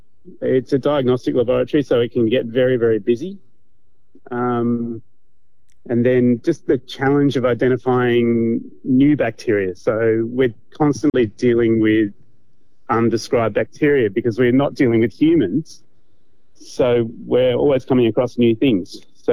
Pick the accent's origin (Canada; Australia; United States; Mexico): Australia; Adelaide, South Australia; moved away; I'm originally from Adelaide